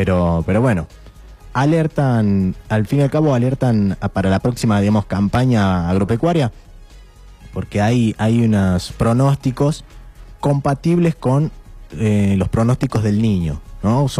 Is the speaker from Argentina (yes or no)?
yes; Chilecito, La Rioja, Argentina; nos atraviesan a los riojanos y a los chileciteños